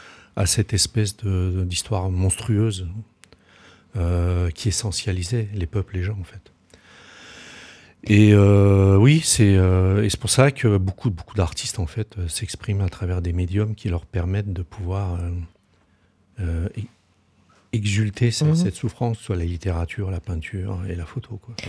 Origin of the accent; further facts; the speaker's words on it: France; born there; On est né en France, moi je suis né en France